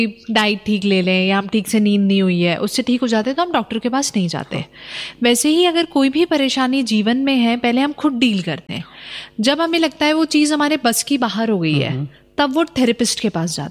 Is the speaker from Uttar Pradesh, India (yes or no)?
no; Bhopal, Madhya Pradesh, India; born or raised there